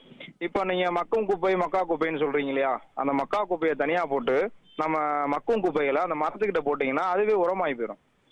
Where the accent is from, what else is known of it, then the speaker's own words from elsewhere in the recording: Madurai, Tamil Nadu, India; நான் பிறந்து வளர்ந்தது எல்லாமே மதுரை தான்.